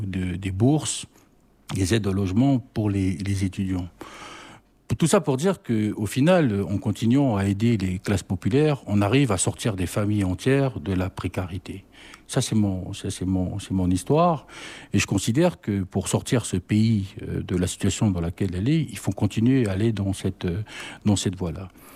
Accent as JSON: {"language": "French", "town": "Thio", "region": "South Province", "country": "New Caledonia", "tie": "born there", "also_born_or_lived": "Nouméa", "moved": "as an adult"}